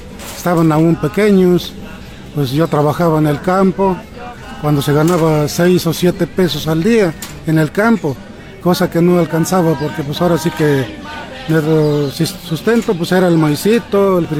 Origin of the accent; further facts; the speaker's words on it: San Bartolo Tutotepec, Hidalgo, Mexico; born there; also born or lived in San Jerónimo, Hidalgo; nací en San Jerónimo Hidalgo en 1964, el 14 de enero. Pero de muy chico me vine de mi tierra por cosas, pues ahora sí que para buscar mejores oportunidades. Llegué aquí a San Bartolo y desde entonces me encuentro aquí. Me fui algunos días de nuestro pueblo por las necesidades como de cada quien. Pero más tarde regresé